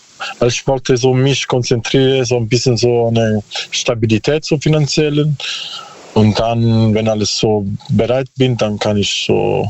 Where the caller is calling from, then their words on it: Bruchsal, Baden-Württemberg, Germany; Bruchsal, so.